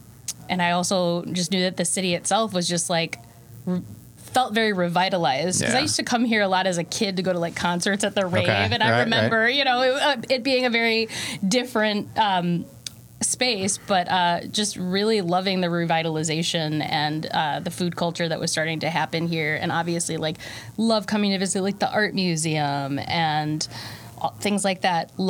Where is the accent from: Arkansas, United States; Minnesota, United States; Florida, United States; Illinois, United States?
Illinois, United States; Evanston; now in Milwaukee, United States; So I am from the Chicago area originally, from Evanston, Illinois.